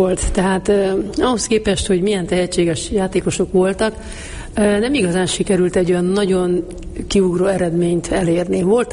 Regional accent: Mezőbánd, Mureș County, Romania; first language Hungarian; moved away as an adult; now in Hungary; ez egy nagy község ez a Mezőbánda, ahol én születtem, és 13 évesen bekerültem Marosvásárhelyre

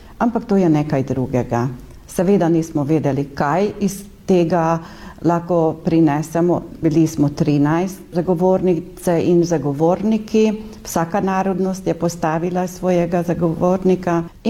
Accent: Vas, Hungary

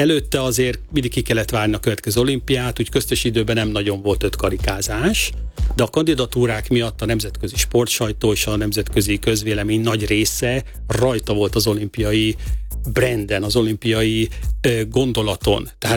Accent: Hungary; moved away as an adult; also born or lived in China

